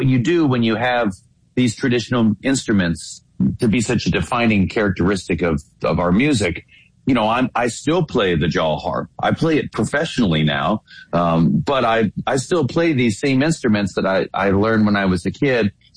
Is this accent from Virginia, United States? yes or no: yes; Virginia, United States; Well, you know, all the presidents were from my region, and I went to, you know, many of their homes, three presidential homes.